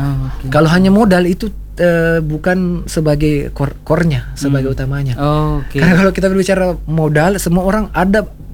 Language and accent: Indonesian; South Sulawesi, Indonesia; Ada filosofinya kita juga kan orang Bugis, yakin dulu lah.